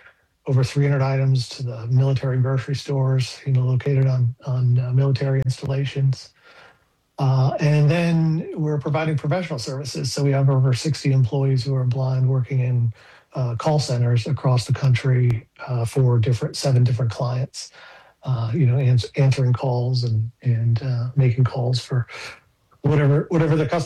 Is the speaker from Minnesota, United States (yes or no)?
yes; Minnesota, United States; Yeah, so I grew up in Minnesota.